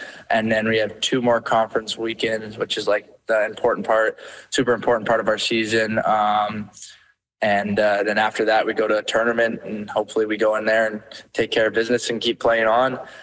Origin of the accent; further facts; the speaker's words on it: Canada; obviously being a Canadian kid, the Blue Jays is always at the top of the list